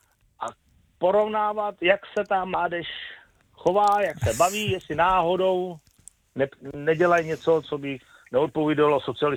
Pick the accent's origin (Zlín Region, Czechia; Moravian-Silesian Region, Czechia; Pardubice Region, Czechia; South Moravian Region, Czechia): Pardubice Region, Czechia; Já pocházím z Pardubicka, kde jsme vymetali Big Beaty, na klasických adresách jako Újezd u Přelouče, Semín, Strášov, Valí.